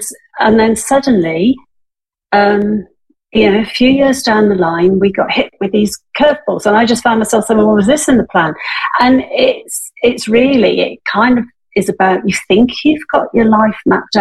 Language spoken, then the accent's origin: English; Wales, United Kingdom; moved away as an adult; now in London, United Kingdom; Totally. I was born in Wales, I grew up in Wales, and then I left Wales when I was about 19 to go to uni.